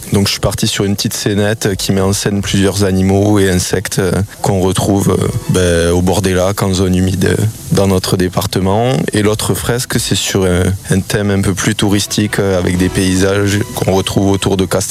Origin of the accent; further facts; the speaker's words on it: Occitanie, France; now in Toulouse, France; Initialement, mes parents sont de Beaucaire et moi maintenant j'habite à Toulouse, mais je fais toujours des allers-retours l'été pour venir faire quelques projets dans le Gers.